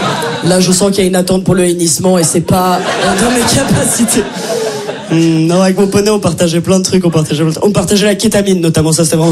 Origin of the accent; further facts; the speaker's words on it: Belgium; C'est peut-être mon accent de Bruxelles ou mon immense voix, je sais pas. Mais en tout cas, je viens pas de France, voilà, je viens de Belgique.